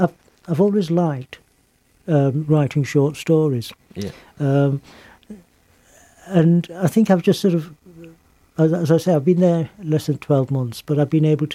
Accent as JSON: {"language": "English", "region": "North West England", "country": "United Kingdom", "tie": "born or raised there", "said": "And I grew up in Lancashire, but wherever I've lived, I've always liked to investigate the local history."}